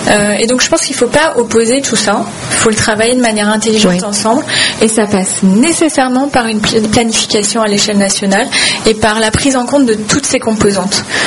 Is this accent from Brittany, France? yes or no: yes; Brittany, France; J'ai grandi en Bretagne, et le pire que ma grand-mère pouvait dire